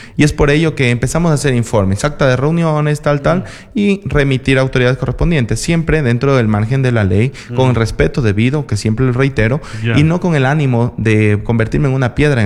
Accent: Macará, Loja, Ecuador; also born or lived in Guayaquil; Lealtad a mi pueblo, lealtad a la tierra que me vio nacer.

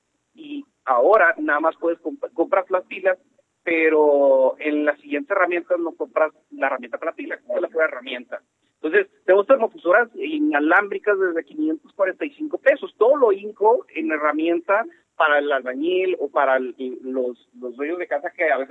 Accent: Camargo, Mexico; el barrio de La Marranera es un barrio en donde crecí yo personalmente, creció mi papá, de ahí somos.

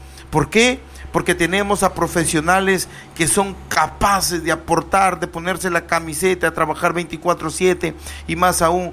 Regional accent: Tucumé, Lambayeque, Peru; A Tucumé lo llevo en el corazón. Soy un tucumano de nacimiento y de corazón. Me he preparado todo este tiempo. Soy del caserío La Pintada

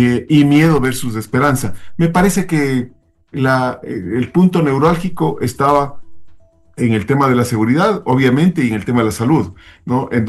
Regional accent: Ecuador; hablo como país, como Estado ecuatoriano

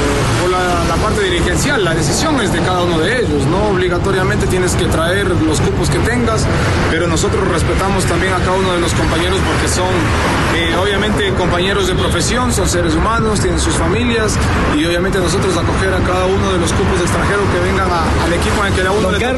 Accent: Ecuador; de parte de nosotros creo que como ecuatorianos

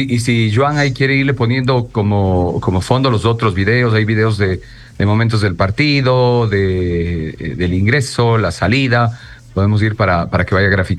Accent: Ecuador; nos reconocían que éramos ecuatorianos

